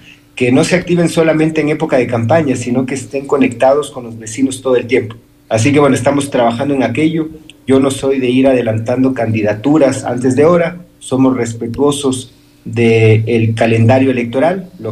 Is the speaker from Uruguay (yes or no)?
no; Quito, Pichincha, Ecuador; Yo, como tantos quiteños